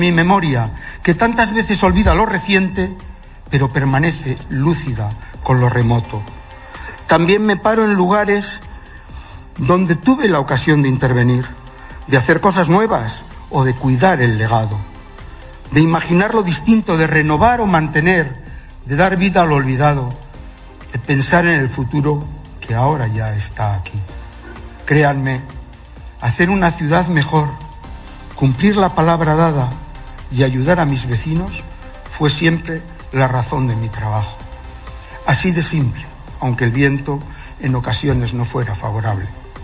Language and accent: Spanish; Logroño, La Rioja, Spain; born there; No nací en Logroño, pero esta es la tierra que quiero, la que siempre he elegido cuando la vida me ha puesto a prueba.